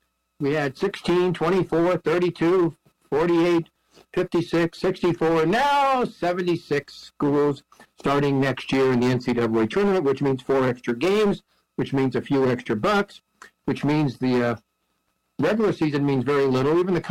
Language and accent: English; Venice, California, United States; born there; And I was born in Venice, California, not Venice, Italy.